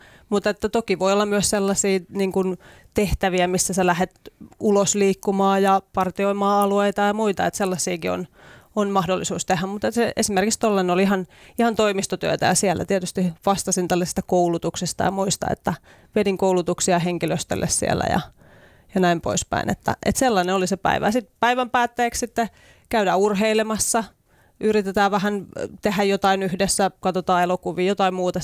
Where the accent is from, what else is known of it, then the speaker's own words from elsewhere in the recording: Iitti, Kymenlaakso, Finland; moved away; Mä oon Iitistä kotoisin.